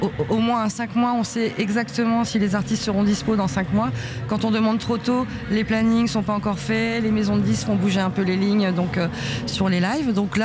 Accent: Paris, Île-de-France, France; Je suis parisienne

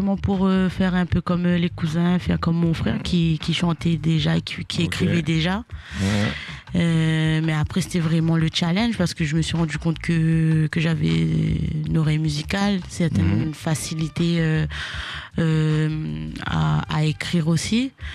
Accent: Réunion; moved away as an adult; now in France; je suis une artiste réunionnaise.

